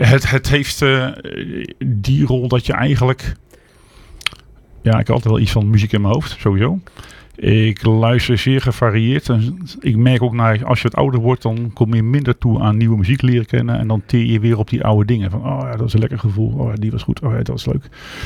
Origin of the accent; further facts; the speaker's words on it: Ede, Gelderland, Netherlands; Ik kom uit Ede, geboren en getogen.